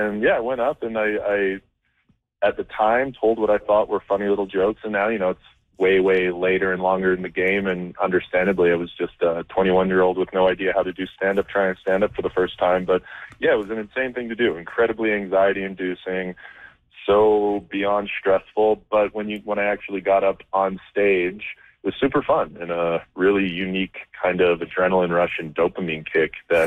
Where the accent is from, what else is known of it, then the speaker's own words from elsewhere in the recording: Edmonton, Alberta, Canada; also born or lived in New York; I'm from Edmonton, born and raised in Edmonton